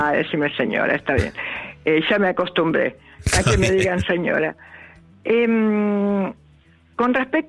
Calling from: Haedo, Buenos Aires Province, Argentina

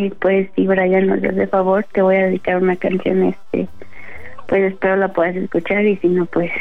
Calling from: Toluca, State of Mexico, Mexico; Somos de aquí, de Toluca

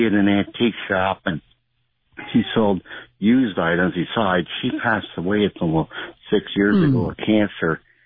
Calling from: Allentown, Pennsylvania, United States; I'm 60 miles from Philadelphia, with Bethlehem, or Allentown.

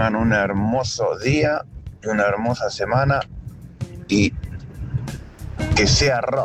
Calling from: Moreno, Buenos Aires Province, Argentina; de Moreno

